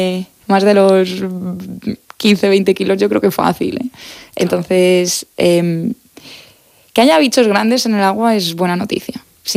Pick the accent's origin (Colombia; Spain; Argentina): Spain; Region of Murcia; aquí al ladito, en mi tierra